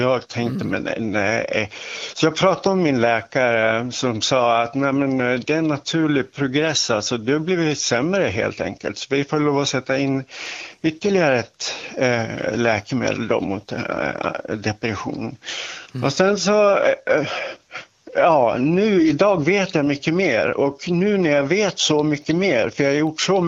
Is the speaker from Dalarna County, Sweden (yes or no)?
yes; Dalarna County, Sweden; accent: Västerdalarna dialect; jag kommer från Dalarna, så jag och pratar västerdalska